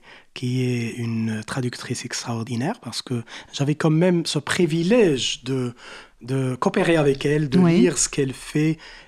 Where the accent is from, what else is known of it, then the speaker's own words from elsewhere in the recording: Morocco; Pourquoi chez nous, au Maroc, on a pas mal de gens comme ça, agressifs, qui en veut les autres